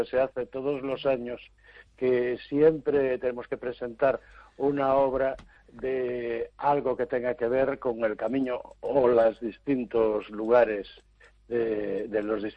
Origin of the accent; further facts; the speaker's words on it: Galicia, Spain; Yo, como soy del sur, del Baixo Miño, pues siempre pongo el camino portugués